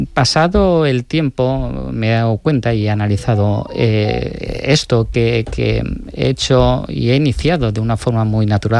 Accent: Alfara, Valencian Community, Spain; en el chalet familiar, en el pueblo, en mi pueblo Alfar.

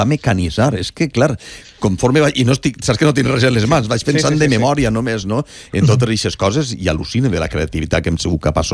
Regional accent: Alcoy, Valencian Community, Spain; Què dir del meu poble, bueno, d'Abril i d'alguns dels que estem a la casa, que és Alcoi

